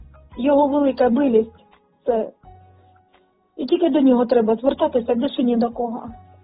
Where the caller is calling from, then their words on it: Kharkiv Oblast, Ukraine; Харківщини.